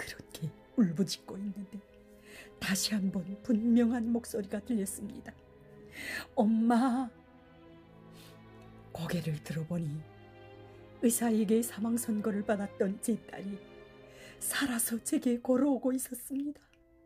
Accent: Gyeongwon, North Hamgyong, North Korea; born there; moved away; 저는 북한 함경북도 경원군에서 태어나 어린 나이에 어머니와 두 언니를 잃고 가족의 생계를 책임져야 했습니다. 가족을 살리기 위해 중국으로 갔지만

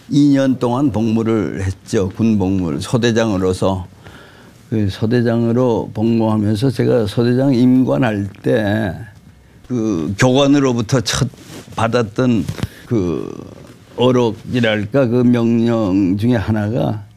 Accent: Taebaek, Gangwon, South Korea; moved away as an adult; also born or lived in Seoul; 제 고향은 강원도라고 그러는 거죠. 태백이라고. 단광촌에서 태어나서 거기서 초중고 다 나오고

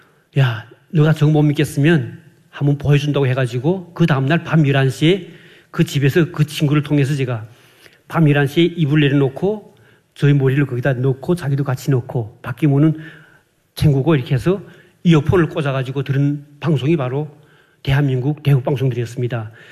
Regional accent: Hyesan, Ryanggang, North Korea; 저희 그 해산시가 강 건너편, 압록강 건너편이 중국 그 장백현이라고

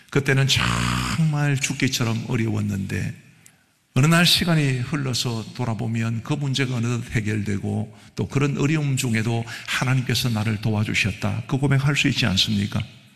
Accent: Geochang, South Gyeongsang, South Korea; 제 고향은 경남 거창이고 저희 아버지께서 이제 고향에서 계란 장사를 하셨는데

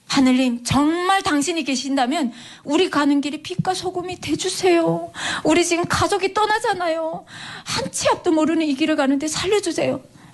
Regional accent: North Korea; now in South Korea; 우리는 무슨 죄를 지어서 고향을 등지고 타국에 나와서 유리방황하면서

